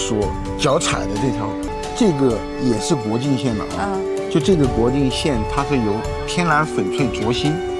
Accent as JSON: {"language": "Chinese", "country": "China"}